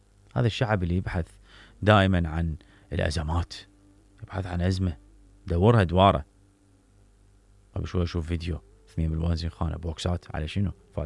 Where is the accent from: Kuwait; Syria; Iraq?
Iraq; انا احكي باللي خصنا احنا كمواطنين عراقيين نعيش في الشرق الاوسط في هذه البقعة الجميلة من هذا الكوكب